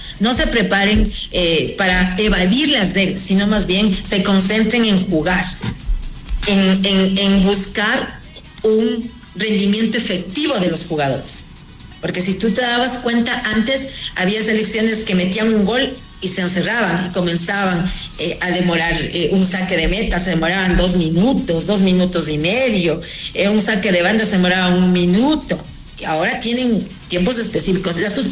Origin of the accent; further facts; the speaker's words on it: Ecuador; voy a hablar como ecuatoriana.